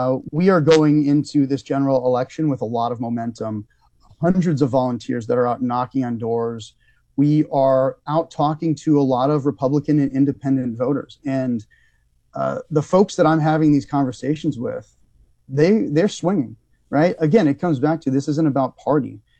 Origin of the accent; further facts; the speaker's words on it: Amador County, California, United States; I grew up in Amador County.